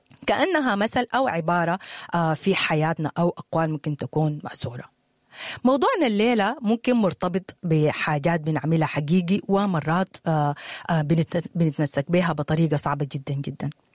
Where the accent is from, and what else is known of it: Sudan